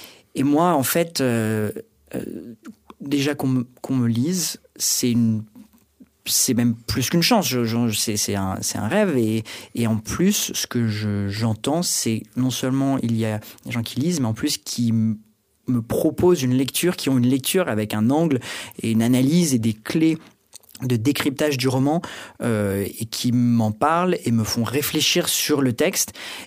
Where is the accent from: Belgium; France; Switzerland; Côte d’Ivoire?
France; ce roman, je l'avais écrit, j'ai grandi en France, donc c'était dans un français entre guillemets de France